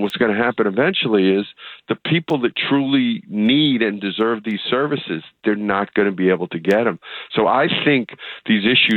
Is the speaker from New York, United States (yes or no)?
yes; New York, United States; now in New Jersey, United States; I am born and raised in New York. I live in New Jersey now.